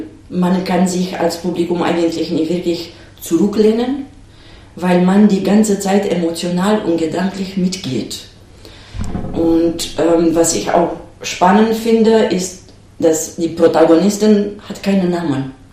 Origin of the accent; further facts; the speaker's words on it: Romania; German is a second language; moved away as an adult; ich komme aus Rumänien, ich bin hier mit 40 angekommen, ich habe kein Deutsch gesprochen, ich habe damals angefangen, Deutsch zu lernen, zu sprechen und auf Deutsch zu spielen. Und jetzt, nach 8,5 Jahren